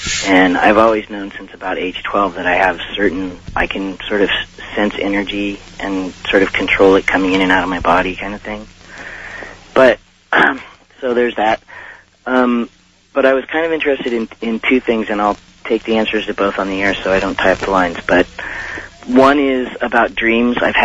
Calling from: Bolinas, California, United States; I'm calling from Bolinas, California.

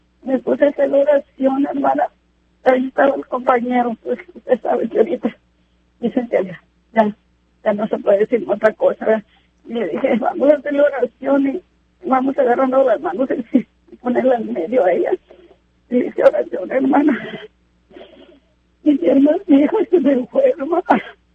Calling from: Parlier, California, United States; yo aquí vivo en Parlier

